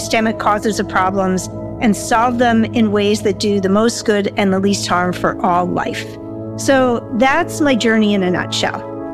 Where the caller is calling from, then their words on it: Surry, Maine, United States; I am calling from Surrey, Maine, which is pretty near Acadia National Park in the United States.